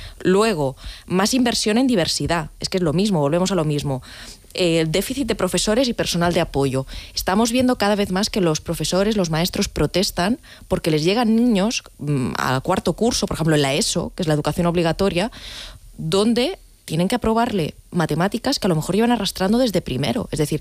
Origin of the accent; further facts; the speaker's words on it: Catalonia, Spain; en el caso de Cataluña, que lo conozco bien, soy catalana